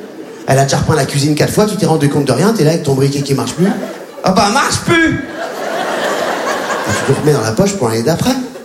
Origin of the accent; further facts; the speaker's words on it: Réunion, France; quand j'étais gamin, mes ennemis à La Réunion, c'était les surfeurs